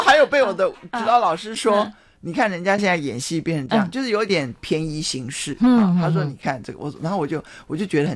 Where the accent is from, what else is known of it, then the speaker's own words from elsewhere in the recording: Taoyuan, Taiwan; 我桃园人啊